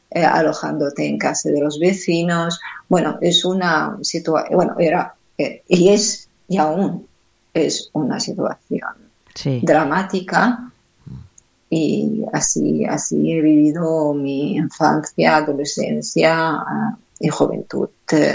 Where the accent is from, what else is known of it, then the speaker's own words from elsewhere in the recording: Nablus, West Bank, Palestine; Catalan is a second language; moved away as an adult; now in Catalonia, Spain; vaig néixer a Nablus